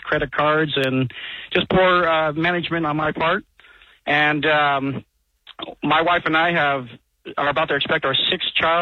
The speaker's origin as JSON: {"language": "English", "town": "St. Louis", "region": "Missouri", "country": "United States", "said": "I'm from St. Louis, man."}